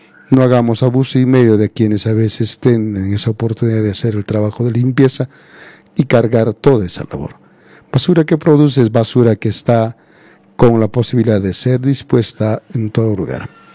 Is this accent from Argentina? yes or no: no; Calca, Cusco, Peru; voy a estar en Calca, nuestra tierra.